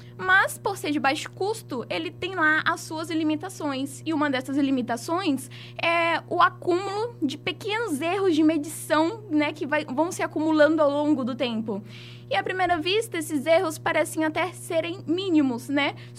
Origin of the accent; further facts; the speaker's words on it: Acre, Brazil; moved away as an adult; now in Maranhão, Brazil; há quase 3 anos eu me mudei do Acre para poder cursar engenharia aeroespacial aqui no Maranhão